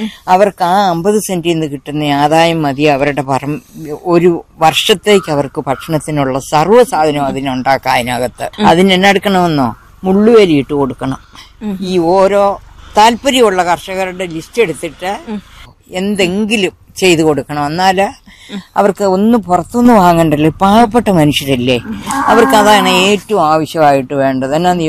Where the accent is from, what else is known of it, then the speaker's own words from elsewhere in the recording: Kanjirappally, Kerala, India; now in Rajagiri, India; ഞാൻ കാഞ്ഞിരപ്പള്ളിക്കാരത്തിയാണ്. കാഞ്ഞിരപ്പള്ളിയിൽ നിന്ന് കുടിയേറിയതാണ് എന്റെ വീട്. എന്റെ വീട് പാലാവയിലാണ്. അവിടെ നിന്ന് കല്യാണം കഴിച്ചാണ് രാജഗിരി വന്നത്.